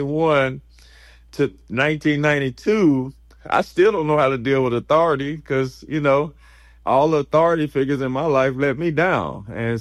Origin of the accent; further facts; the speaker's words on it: Alexandria, Louisiana, United States; also born or lived in Maine; So we end up, I end up growing up in Alexandria, but I'm actually from Maine, but I don't want to lose my street credibility.